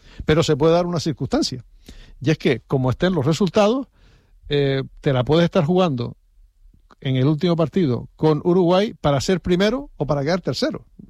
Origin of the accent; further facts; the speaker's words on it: Spain; eso nos hace ver cómo somos los españoles.